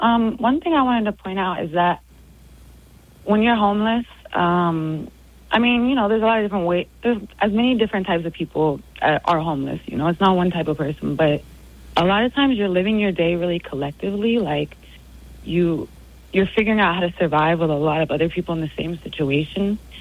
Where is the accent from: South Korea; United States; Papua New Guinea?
United States; New Orleans, Louisiana; Well, I'm from New Orleans, so I will say housing is a lot cheaper here